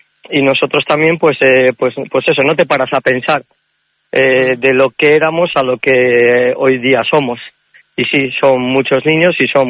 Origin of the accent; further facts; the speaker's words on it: Ermua, Basque Country, Spain; todos los niños de mi pueblo, de Ermua